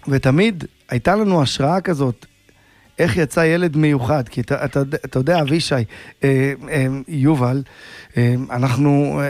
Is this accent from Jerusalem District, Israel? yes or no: yes; Jerusalem, Jerusalem District, Israel; גדלנו בירושלים